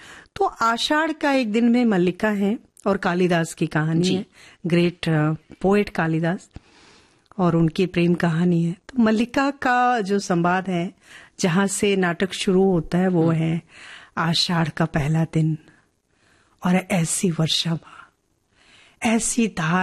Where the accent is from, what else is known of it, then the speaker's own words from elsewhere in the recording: Bihar, India; moved away; मैं बिहार से आई थी, ये यहाँ पे पूरा जो माहौल था, तो मैं रोती थी कि मुझे यहाँ नहीं रहना, वापस जाना है।